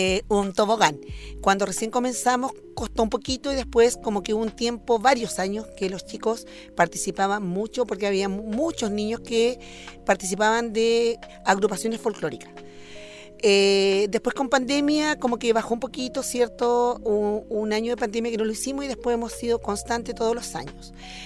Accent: Chile; Y que valoren las cosas que tenemos nosotros como chilenos.

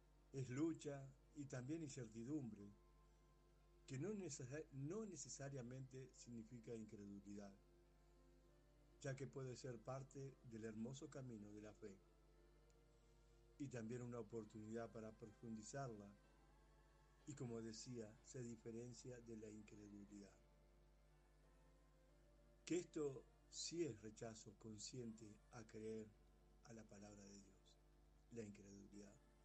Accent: Argentina; soy de Argentina

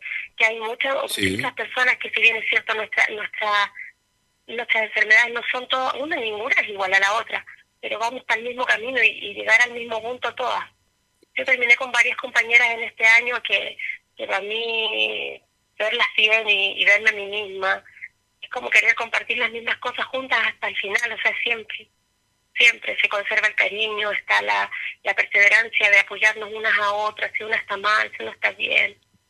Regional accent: Ancud, Los Lagos, Chile; soy de Ancud, tengo 50 años

